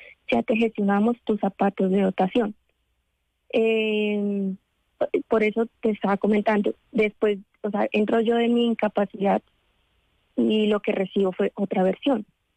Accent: Tolima, Colombia; como vengo de Tierra Caliente, soy del Tolima, entonces pues que no se me dificultaba utilizar tacones dentro de la tienda.

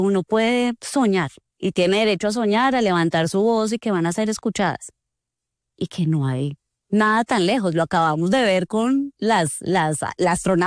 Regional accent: Bucaramanga, Santander, Colombia; moved away

